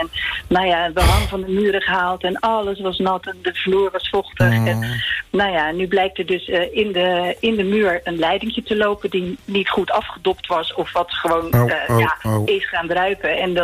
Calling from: Voorhout, South Holland, Netherlands; Ik woon in Voorhout.

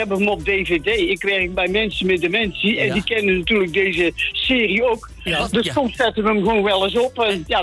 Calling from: Rijsbergen, North Brabant, Netherlands; Ik woon in Brabant, in Rijsbergen, net onder Breda.

